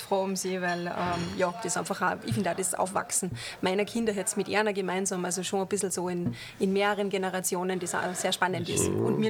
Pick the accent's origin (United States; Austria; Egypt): Austria; Fusch, Salzburg; Genau, ich bin dann 5 Jahre in der Modeschule gewesen in Hallein draußen, habe dann maturiert.